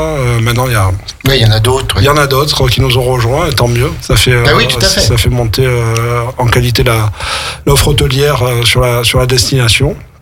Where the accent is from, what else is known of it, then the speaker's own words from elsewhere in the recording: Marseille, Provence-Alpes-Côte d'Azur, France; moved away as an adult; now in Aix-les-Bains, France; avec mon épouse, on est d'origine marseillaise.